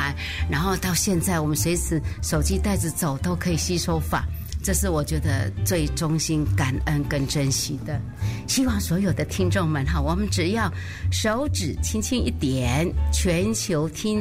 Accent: Taoyuan, Taiwan; 大家好，

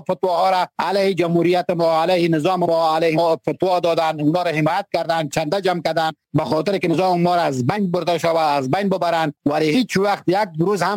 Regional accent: Afghanistan; نه خیر، قطعا منفعتش به ما افغان ها هیچ نبوده، ولی ضررهاشون به ما خیلی زیاد رسیده.

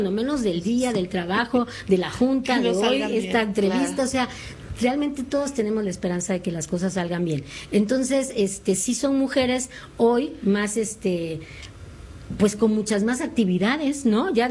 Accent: Campeche, Mexico; now in Mexico City, Mexico; porque aparte yo soy de Campeche, no era de Ciudad de México, entonces no conocía mucho.

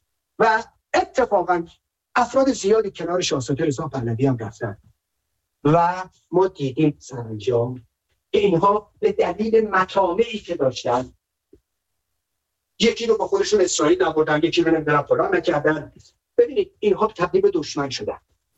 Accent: Iran; ما مردم ایرانیم

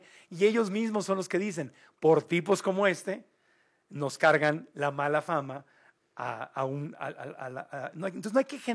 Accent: Mexico

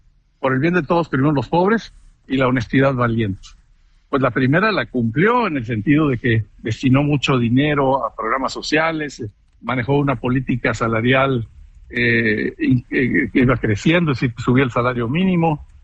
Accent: Nuevo León, Mexico; en mi tierra, en Nuevo León

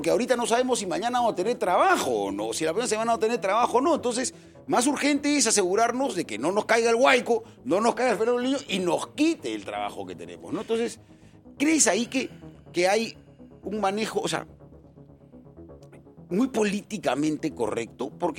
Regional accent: Peru; Somos nosotros, los peruanos, que todos los días tenemos que salir a la calle a trabajar

